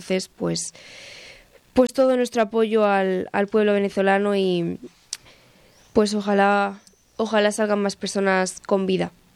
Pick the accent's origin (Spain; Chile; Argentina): Spain; siendo española